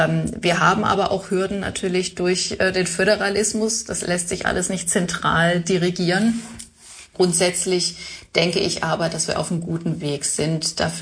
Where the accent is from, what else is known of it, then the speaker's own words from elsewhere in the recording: Freiburg, Baden-Württemberg, Germany; Wobei wir die sandigen Böden auch, jetzt, ich komme ja aus Freiburg, auch in der Oberrheinebene haben und dort auch traditionell viele Kiefern stehen.